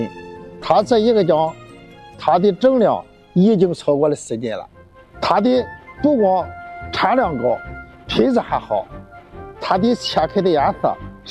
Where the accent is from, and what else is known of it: Shandong, China